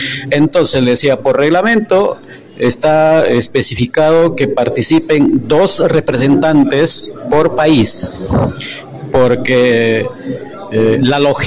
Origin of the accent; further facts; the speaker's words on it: Lima, Peru; Quiero decir, en el caso específico de Perú, por ejemplo, yo soy de Lima